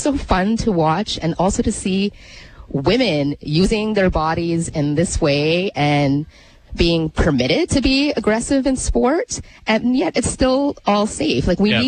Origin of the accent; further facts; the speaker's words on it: Kahnawake, Quebec, Canada; which is Mohawk, from Gunawage, just outside of Montreal.